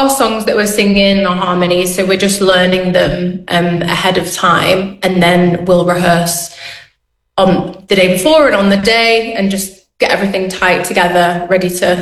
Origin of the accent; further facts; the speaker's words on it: North West England, United Kingdom; I'm from Cheshire, so not too far from Repton.